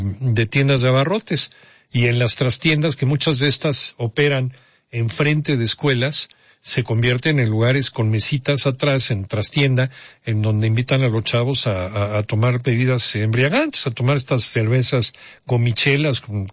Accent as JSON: {"language": "Spanish", "country": "Mexico", "said": "somos encantados los mexicanos"}